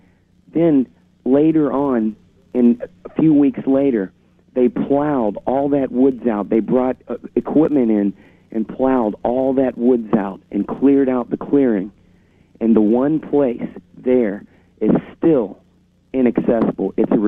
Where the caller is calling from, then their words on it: Tampa, Florida, United States; I'm calling from Tampa, Florida.